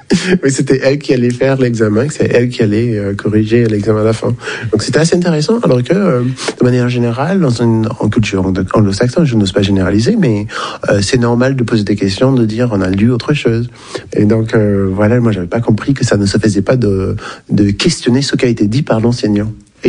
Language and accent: French; St. Vincent & Grenadines; French is a second language; moved away as an adult; also born or lived in Trinidad and Tobago; now in France; Maître de conférence en sciences du langage. Je suis originaire des Antilles anglophones, c'est-à-dire Saint-Vincent et Trinidad et Tobago. Donc moi, je venais d'arriver en France dans un cours de master en syntaxe.